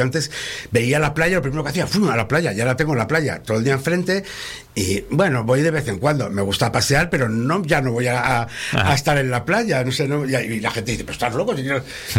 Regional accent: León, Castile and León, Spain; born there; yo nací en León porque casualmente, en aquella época, mi madre sacó unas cátedras y eligió León, y mi padre siguió a mi madre.

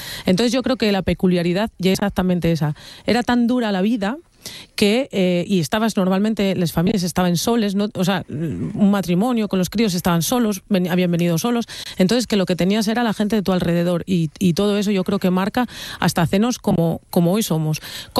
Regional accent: Asturias, Spain; porque nosotros, a mí siempre me gusta decir que los cuencas mineres somos crisol de razas encrucijada de caminos, porque aquí vino muchísima gente de toda España

